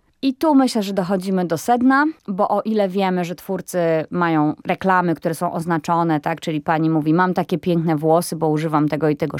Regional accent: Łódź, Łódź Voivodeship, Poland; bo jestem łodzianką i piotrkowską znam jak własną kieszeń

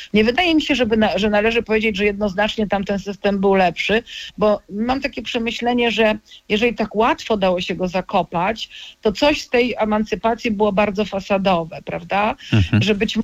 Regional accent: Poland; moved away; pochodzę z Polski południowo-wschodniej

